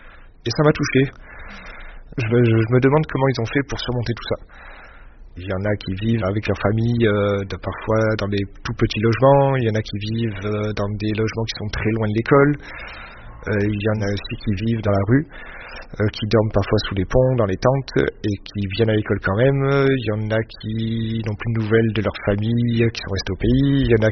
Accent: Digne-les-Bains, Provence-Alpes-Côte d'Azur, France; now in Saint-Denis, France; donc j'ai 29 ans, je suis professeur de PS dans un lycée professionnel à Saint-Denis, donc ça fait maintenant 6 ans que je suis ici. Donc j'ai grandi dans un petit village dans le 04 à Dîle-des-Bains.

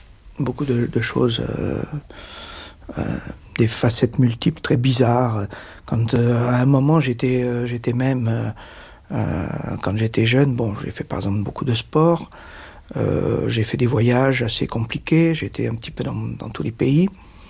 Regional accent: Nice, Provence-Alpes-Côte d'Azur, France; born there

